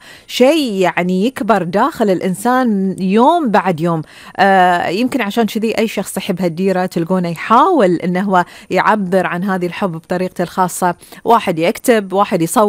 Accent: Bahrain; بلادنا البحرين أم تراعينا وقلب هيم فيها، لأن البحرين بالنسبة لنا مو مجرد مكان نعيش فيه

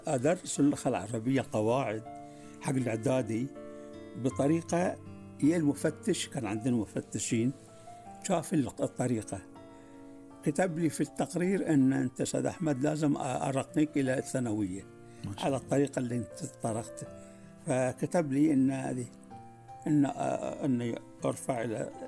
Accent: Bahrain

